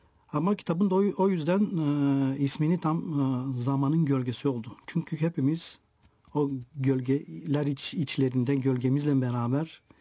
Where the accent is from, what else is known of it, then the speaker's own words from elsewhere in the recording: Rozino, Plovdiv Province, Bulgaria; Ben Bulgaristan doğumluyum. Rozina'da doğdum. Doğma ve büyüme köyüm. Kültürün, dillerin ve inançların iç içe geçtiği bu coğrafyada çok ünlü bir memlekettir.